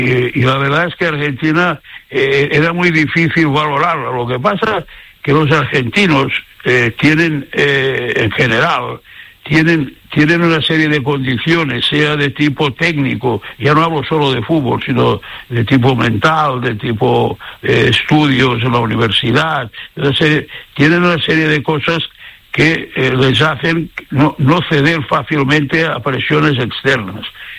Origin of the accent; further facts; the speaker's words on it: Spain; Hay que estar contento como españoles de haber conseguido un equipo que llegue a una final de este nivel